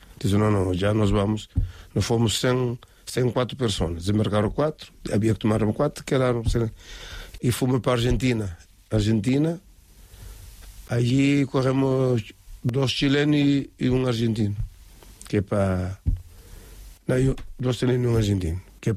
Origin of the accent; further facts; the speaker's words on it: Maio, Cape Verde; Spanish is a second language; moved away as an adult; yo soy de Isla de Mayo